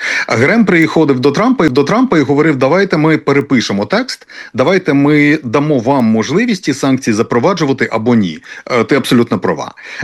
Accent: Odesa, Odesa Oblast, Ukraine; я з Одеси

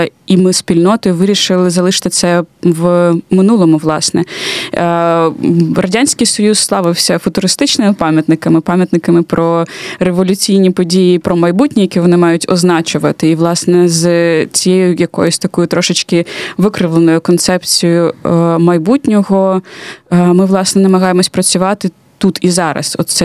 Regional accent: Kharkiv, Kharkiv Oblast, Ukraine; для мене як харків'янки

